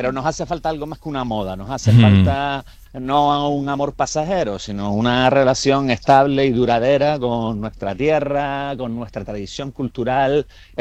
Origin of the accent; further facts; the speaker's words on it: Canary Islands, Spain; Sabiendo lo que suele saber la gente a nivel general de contenidos canarios, de nuestro dialecto, de nuestra historia, de nuestro, en fin, nuestro sistema político, económico, fiscal y demás